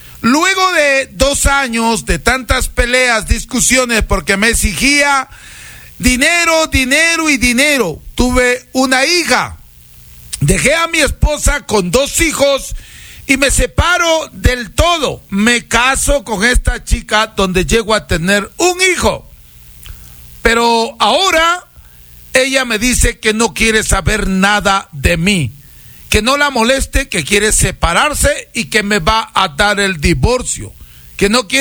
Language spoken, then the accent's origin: Spanish; Peru; soy maestro curador peruano, soy chamán de los de verdad.